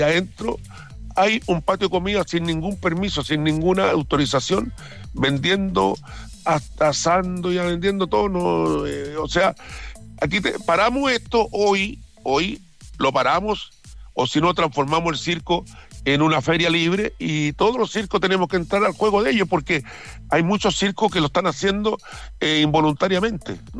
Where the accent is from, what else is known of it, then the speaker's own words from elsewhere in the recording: Chile; en Chile la gente somos muy chilenos, es la gran verdad.